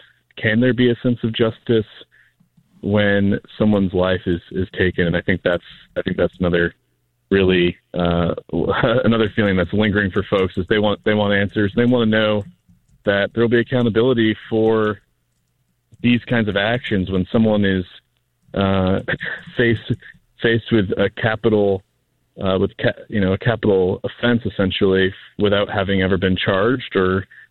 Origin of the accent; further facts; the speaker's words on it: Biddeford, Maine, United States; here in my hometown, in the district that I represent